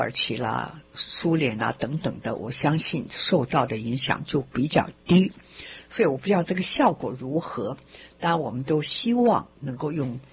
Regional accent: China; now in Long Island, United States; 你会觉得我们中国人每次到了哪一个地方，都是先买房子，觉得先有一个住的地方才能安定你的心嘛

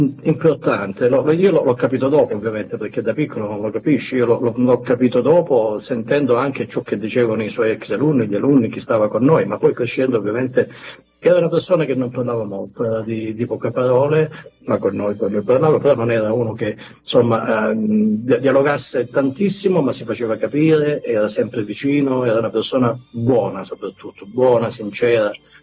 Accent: Sorianello, Calabria, Italy; Io sono nato proprio a Sorianello, perché all'epoca le nascite avvenivano più in casa che negli ospedali. E quindi io sono nato proprio a Sorianello. Poi sono rimasto a Sorianello, quindi fino alla terza elementare

